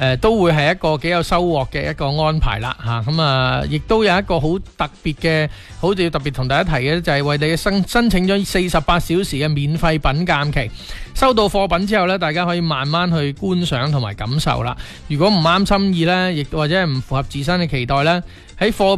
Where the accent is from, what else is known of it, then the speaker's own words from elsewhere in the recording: Foshan, Guangdong, China; 我哋佛山人呢亦都有属于我哋自己嘅传统文化嘅